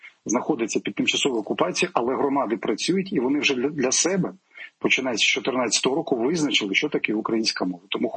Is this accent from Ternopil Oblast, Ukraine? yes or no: no; Mykolaiv Oblast, Ukraine; Я уродженець Миколаївщини, але, вибачте, я працював і народним депутатом України, я співавтор мовного закону і став першим уповноваженим на захисту державної мови.